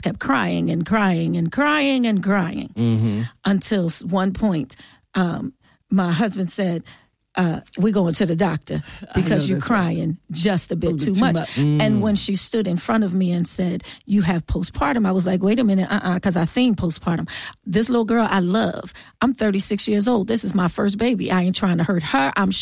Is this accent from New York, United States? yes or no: no; New Jersey, United States; also born or lived in Philadelphia; So I was born and raised in Jersey.